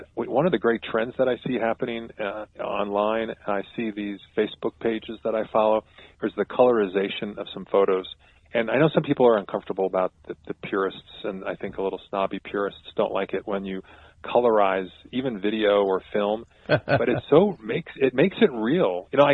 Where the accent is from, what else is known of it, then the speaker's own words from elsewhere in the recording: Long Island, New York, United States; I grew up on Long Island and in New York, and we had a little small town